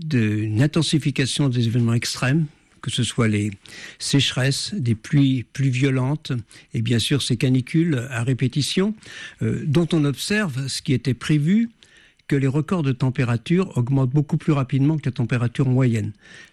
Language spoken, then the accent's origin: French; Brittany, France; je suis breton d'origine